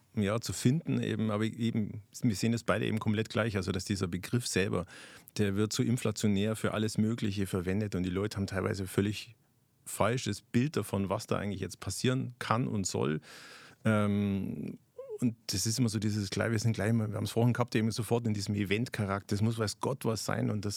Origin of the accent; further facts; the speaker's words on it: Bavaria, Germany; Ich komme eben aus Bayern, bin da eigentlich aktuell gerade Berufsschullehrer